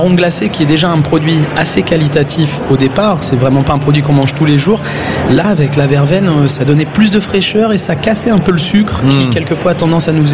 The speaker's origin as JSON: {"language": "French", "town": "Le Mans", "region": "Pays de la Loire", "country": "France", "said": "Oui, j'habite au Mans, je suis manceau"}